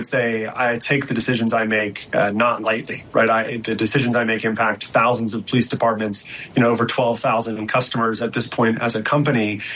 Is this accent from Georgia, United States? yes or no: yes; Atlanta, Georgia, United States; my hometown here in Atlanta